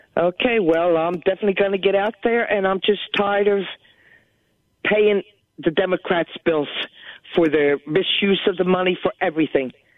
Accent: South Carolina, United States; I'm 77 years old, and I'm from South Carolina.

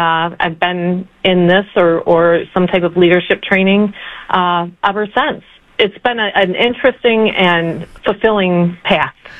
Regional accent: Michigan, United States; Well, you know, I grew up in Southeast Michigan

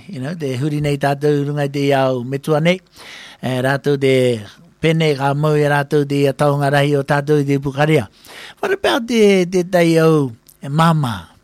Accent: Australia; I don't know the data because I'm Aussie anyway.

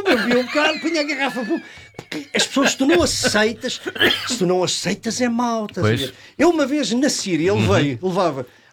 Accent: Alcobaça, Leiria, Portugal; also born or lived in Caldas da Rainha; Mas a minha terra é Alcobaça.

